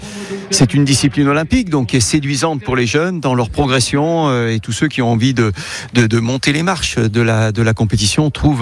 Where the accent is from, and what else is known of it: France